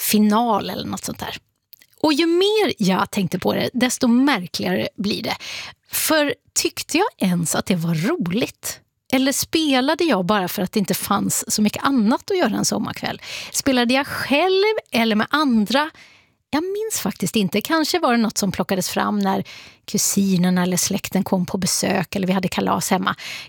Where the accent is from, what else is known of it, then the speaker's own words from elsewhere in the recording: Borås, Västra Götaland County, Sweden; då liksom kastades jag tillbaka till barndomen hemma i Borås.